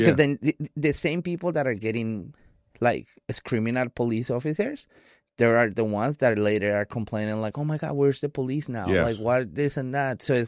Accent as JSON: {"language": "English", "country": "Colombia", "said": "I come from Colombia, and in Colombia, we have this issue way more often than here."}